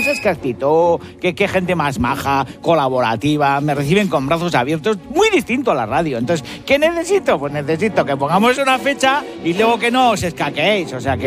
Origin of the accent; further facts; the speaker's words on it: Basque Country, Spain; Lo hago por orgullo, porque soy vasco y a mí no me gana ni Bartolo.